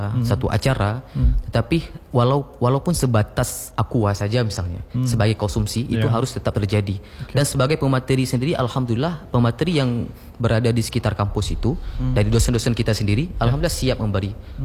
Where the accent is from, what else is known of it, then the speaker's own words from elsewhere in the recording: Indrapuri, Aceh, Indonesia; Saya berasal dari Indrapuri, Aceh Besar. Indrapuri.